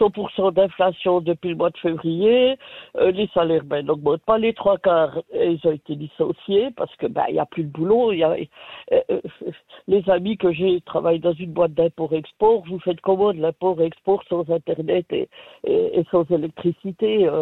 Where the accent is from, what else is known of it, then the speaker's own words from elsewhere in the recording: Neuchâtel, Switzerland; also born or lived in La Chaux-de-Fonds; Enfin, de la région de Neuchâtel.